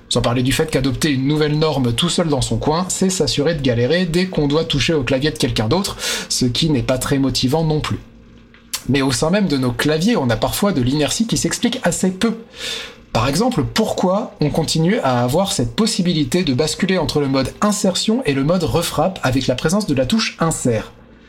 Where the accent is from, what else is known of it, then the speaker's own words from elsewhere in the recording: France; chez nous en France